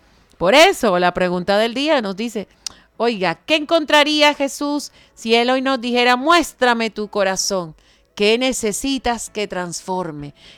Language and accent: Spanish; Caribbean Region, Colombia; Y nosotros que somos costeños y a veces somos tan imprudentes